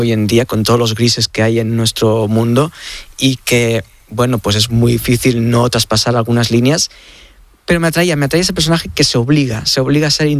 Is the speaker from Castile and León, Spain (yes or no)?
no; Tarragona, Catalonia, Spain; moved away as an adult; now in Madrid, Spain; Yo soy de Tarragona, vivo en Madrid desde el 2014